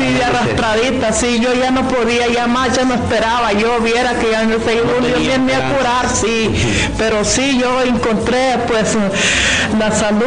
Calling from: Comayagua, Honduras; Yo vengo de acá del sitio.

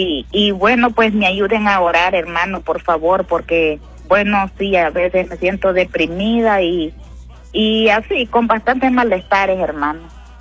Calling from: Olanchito, Yoro, Honduras; de aquí de Olanchito, hermano.

